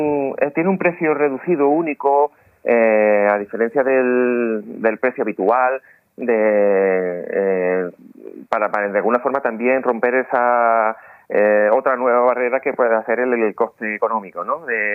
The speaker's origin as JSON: {"language": "Spanish", "town": "Morón de la Frontera", "region": "Andalusia", "country": "Spain", "tie": "born or raised there", "said": "es de Morón de la Frontera, de mi pueblo"}